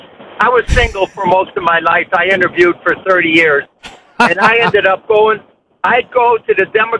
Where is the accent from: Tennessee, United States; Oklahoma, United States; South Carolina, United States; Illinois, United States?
Illinois, United States; Cicero; now in Palatine, United States; I'm from Palatine, originally from Cicero.